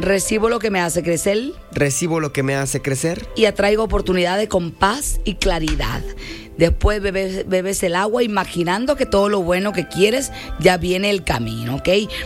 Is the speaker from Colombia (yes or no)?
no; Venezuela; después de que la predicción se la doy aquí en el 811-2200925.